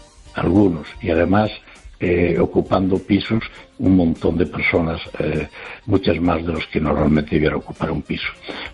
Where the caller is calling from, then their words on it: Madrid, Community of Madrid, Spain; de Madrid.